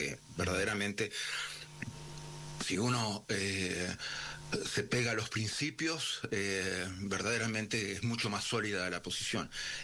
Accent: Uruguay; moved away as an adult; vuelvo al Uruguay porque soy uruguayo

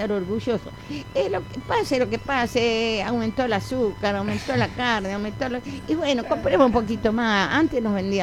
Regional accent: Argentina; Y que sepan que somos argentinos.

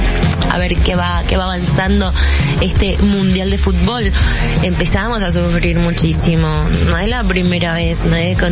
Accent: Salta, Argentina; acá somos nosotros los salteños y todos y cada uno de los argentinos en cada rincón del país.

